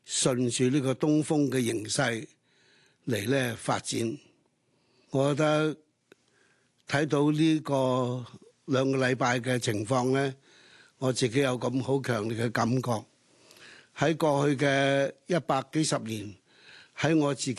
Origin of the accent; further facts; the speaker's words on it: Hong Kong; 所以我作為一個香港人，一個教育工作者